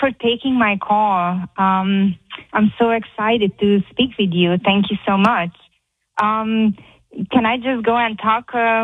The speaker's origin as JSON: {"language": "English", "country": "Hungary", "tie": "born or raised there", "moved": "as an adult", "said": "Okay, so this came to me because I was born and raised in Hungary. And when I came on a vacation here in 1999, I went to the beach with my girlfriend to celebrate my birthday."}